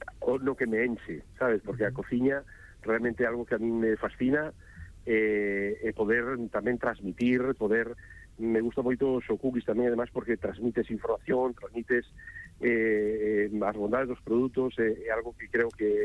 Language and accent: Galician; Cambados, Galicia, Spain; eu son de Cambados, ainda que non suelo decir porque non me gusta presumir, pero son de Cambados, e como vou cambadés, esa vieira ao forno tradicional